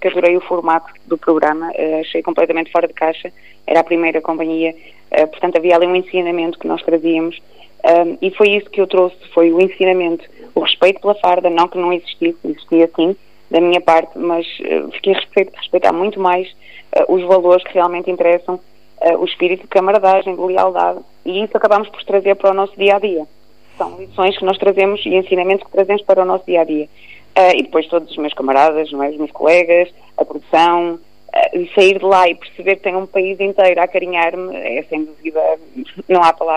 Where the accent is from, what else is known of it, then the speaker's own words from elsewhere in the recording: Minho, Portugal; eu estou a homenagear também as minhas raízes, como minhota que sou.